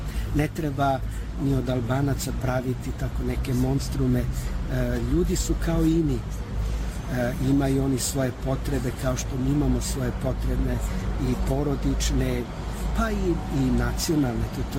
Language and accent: Serbian; Kosovo; born there; ja sam rođen na Kosovu, tako da, to je meni dolazak da osjeti miris lepote naših korena.